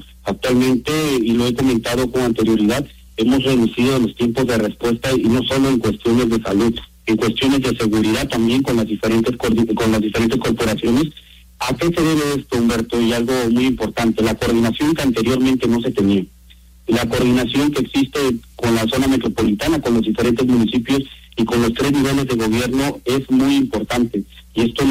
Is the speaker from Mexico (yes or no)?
yes; Oaxaca, Mexico; es muy importante para nosotros como oaxaqueños